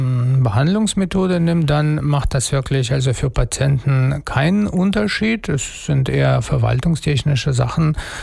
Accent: Moscow, Russia; German is a second language; moved away as an adult; now in Hameln, Germany; wie du schon erwähnt hast. Ich komme ursprünglich aus Moskau, aus Russland. Ich habe dort auch Medizin studiert und dann bin ich vor 27 Jahren nach Deutschland gekommen, aus beruflichen Gründen

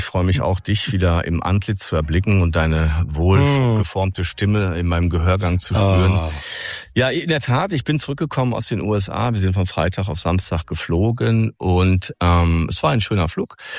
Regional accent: North Rhine-Westphalia, Germany; moved away as an adult; also born or lived in Münsterland; now in Osnabrück, Germany; Also ursprünglich komme ich ja eigentlich aus dem Münsterland, eigentlich aus dem Niederrhein-Bereich, um genau zu sein.

